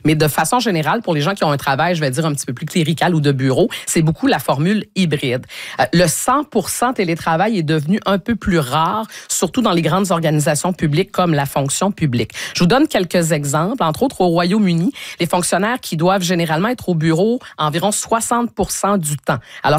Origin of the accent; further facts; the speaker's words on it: Canada; chez nous au Canada